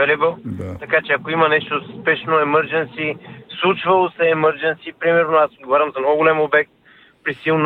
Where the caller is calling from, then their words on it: London, United Kingdom; Добро утро, Симо … съм от Лондон.